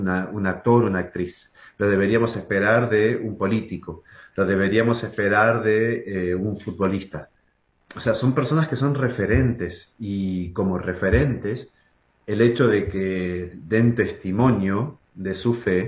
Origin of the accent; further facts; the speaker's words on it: Argentina; nosotros como argentinos